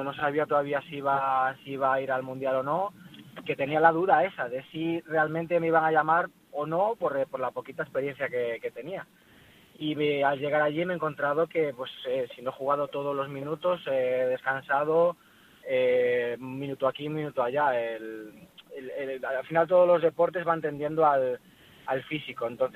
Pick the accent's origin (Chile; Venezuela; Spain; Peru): Spain; Galicia; somos 5 gallegos